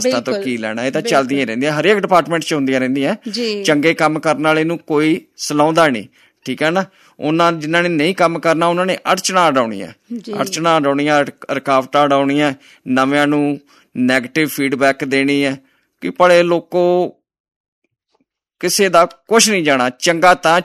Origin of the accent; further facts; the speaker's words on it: Kanewali, Punjab, India; ਮੇਰਾ ਪਿੰਡ ਕਾਨੇ ਵਾਲੀ ਪੈ ਜਾਂਦਾ ਜੀ, 7 ਕਰੋੜ ਤੇ